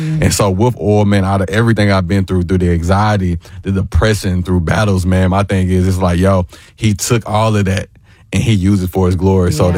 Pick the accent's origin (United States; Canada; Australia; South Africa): United States; Huntsville, Alabama; also born or lived in Decatur, Alabama; now in Atlanta, United States; I'm from Alabama, Huntsville, Decatur, yes. You know what I'm saying? 256.